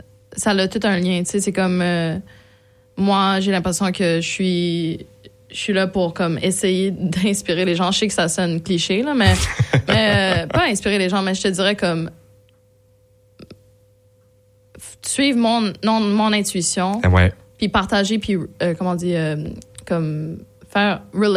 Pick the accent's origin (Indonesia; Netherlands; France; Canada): Indonesia; J'ai grandi en Indonésie.